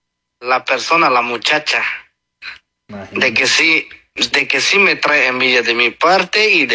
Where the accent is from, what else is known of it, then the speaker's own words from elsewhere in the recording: Tenejapa, Chiapas, Mexico; born there; Por Tenejapa, Chiapas, México.